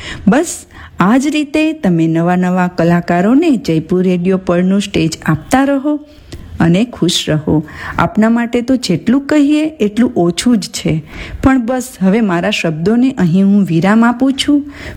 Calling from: Junagadh, Gujarat, India; मैं जूनागढ़ गुजरात से … बोल रही हूँ।

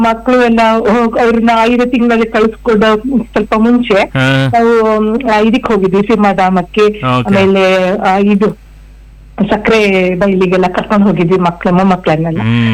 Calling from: Shivamogga, Karnataka, India; Ratnagiri Nagar.

